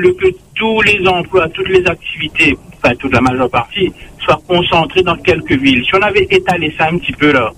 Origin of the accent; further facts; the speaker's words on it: Saint-André, Réunion; Je suis né à Saint-André, grandi à Saint-André, travaillé souvent à Saint-Denis et au port.